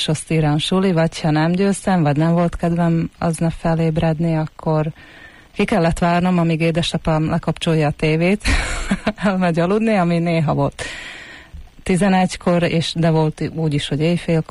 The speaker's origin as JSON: {"language": "Hungarian", "town": "Dvory nad Žitavou", "region": "Nitra Region", "country": "Slovakia", "tie": "born or raised there", "also_born_or_lived": "Nové Zámky", "lives_now": "Bratislava, Slovakia", "said": "Hát én Érsekújvárot születtem, Udvardon élek, éltem, most már Pozsonyban lakom."}